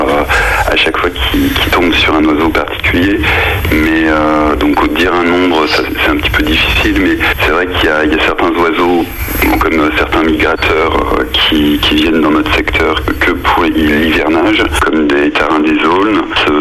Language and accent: French; eastern France, France